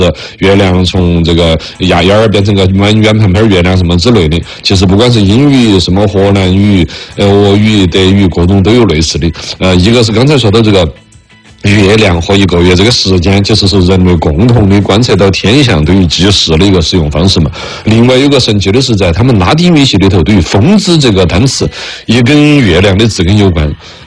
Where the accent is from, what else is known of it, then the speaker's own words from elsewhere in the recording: China; 我们中国人的文化里头，噶嫦娥姐姐漂亮